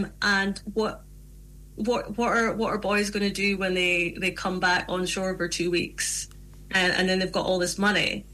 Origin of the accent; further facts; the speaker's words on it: Aberdeen, Scotland, United Kingdom; when I was growing up in Aberdeen